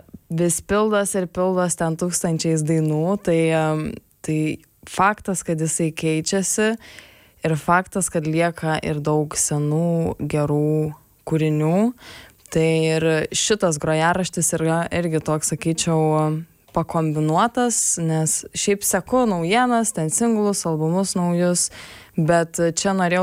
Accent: Tauragė, Tauragė County, Lithuania; also born or lived in Šilalė; kadangi augau Tauragės mikrorajone tarp sovietinių pastatų

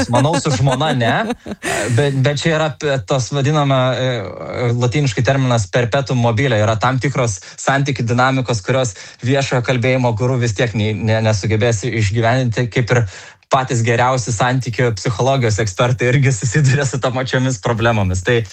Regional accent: Panevėžys, Panevėžys County, Lithuania; Aš pats esu iš Panevėžio

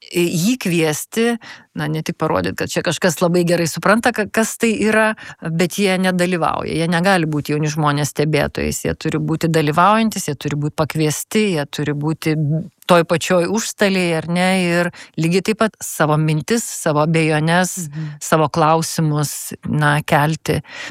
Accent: Kaunas, Kaunas County, Lithuania; also born or lived in Vilnius; Aš kaunietė, Kaune, ant asfalto.

